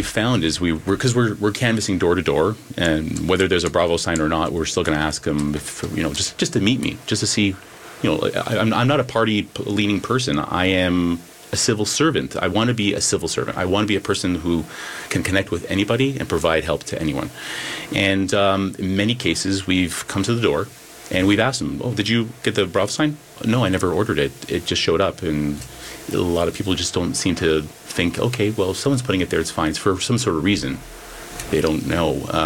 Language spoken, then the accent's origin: English; Toronto, Ontario, Canada; I've been there since I was 3 years old. I've walked along Ossington before Ossington was really hip. It was all machine shops. You know, my parents were mechanic. My father was a mechanic. I grew up on Gary Avenue, which is now becoming really hip.